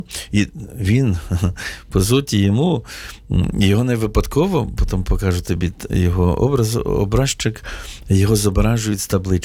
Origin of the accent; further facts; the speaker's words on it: Podillia, Ukraine; ми з Поділля. Вже ми з братом Максимом. Угу. Тобто це вже розказується, ми з побожної частини України.